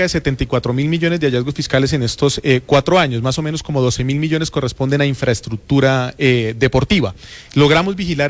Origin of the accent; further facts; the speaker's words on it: Vélez, Santander, Colombia; sé coplas porque yo soy de Vélez Santander, de la provincia de Vélez.